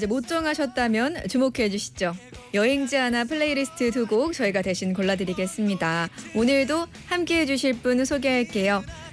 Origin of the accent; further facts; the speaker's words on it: Gyeonggi Province, South Korea; now in Gangneung, South Korea; 저는 속초를 강릉에 지금 제가 살고 있지만 저 원래 경기도 출신이거든요. 그래서 경기 북부여서 강원도랑 굉장히 그래도 멀지는 않은 편인데